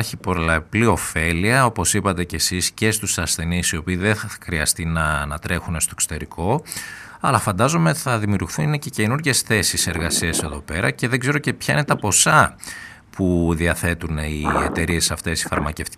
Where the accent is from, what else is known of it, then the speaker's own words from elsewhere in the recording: Katerini, Central Macedonia, Greece; στην πόλη μου στην Κατερίνη